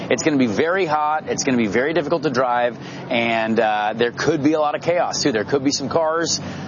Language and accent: English; Indiana, United States; I'm born and raised in Indiana, so I've always